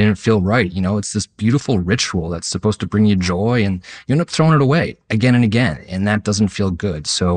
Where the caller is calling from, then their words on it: Brooklyn, New York, United States; I'm calling in from Brooklyn, New York.